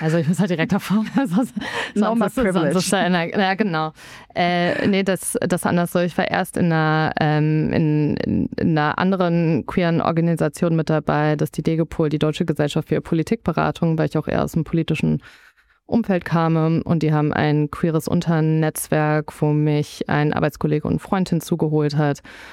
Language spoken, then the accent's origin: German; Düsseldorf, North Rhine-Westphalia, Germany